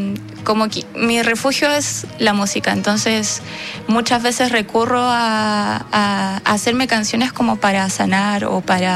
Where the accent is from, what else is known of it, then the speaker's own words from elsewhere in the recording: Talca, Maule, Chile; que fui recopilando yo misma en mi región, soy del Maule.